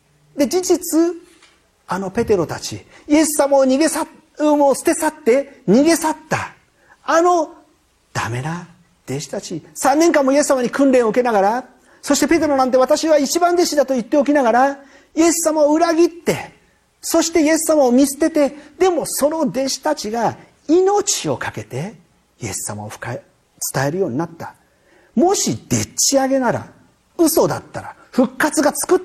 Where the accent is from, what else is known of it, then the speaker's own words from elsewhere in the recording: Shonan, Kanagawa, Japan; 私は湘南ボーイなんでね、もう偽物の偽物の偽物中の関西弁ですけれどもね